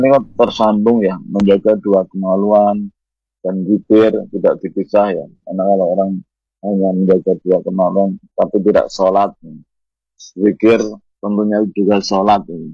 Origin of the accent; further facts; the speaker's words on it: Java, Indonesia; first language Javanese; Indonesian is a second language; kita di Jawa ini dengan bahasa ibunya, bahasa Jawa.